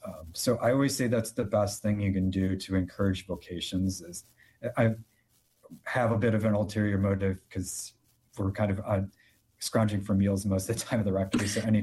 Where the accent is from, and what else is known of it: Naperville, Illinois, United States; born or raised there